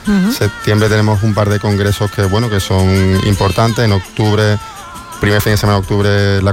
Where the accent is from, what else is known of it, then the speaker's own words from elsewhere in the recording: Málaga, Andalusia, Spain; Y para mí, que yo como también malagueño, me siento muy orgulloso de contarlo